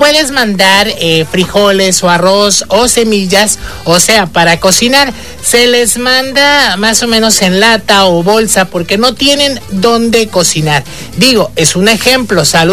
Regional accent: Mexico; A mí no me representa como mexicano.

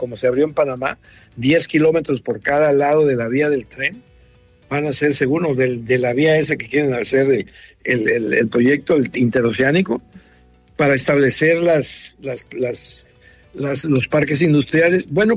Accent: Mexico; nosotros como mexicanos

